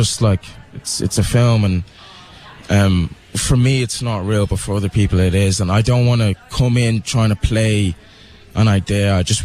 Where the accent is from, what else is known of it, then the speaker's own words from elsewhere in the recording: Dublin, Leinster, Ireland; being a black Irish man and growing up in Dublin.